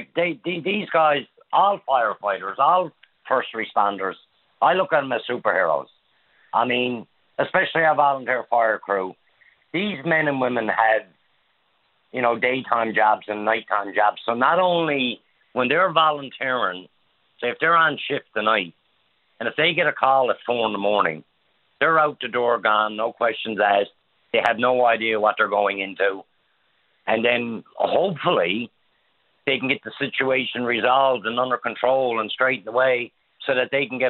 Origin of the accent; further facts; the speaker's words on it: Newfoundland and Labrador, Canada; I grew up in Babel's Big Pond